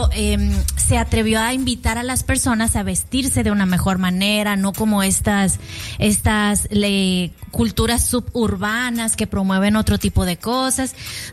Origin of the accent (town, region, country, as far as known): Puerto Rico